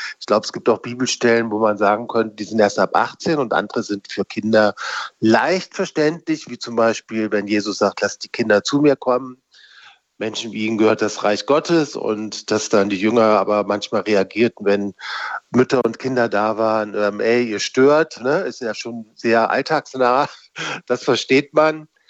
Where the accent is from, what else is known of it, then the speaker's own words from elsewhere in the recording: Kassel, Hesse, Germany; moved away; also born or lived in Berlin; ich bin in Kassel groß geworden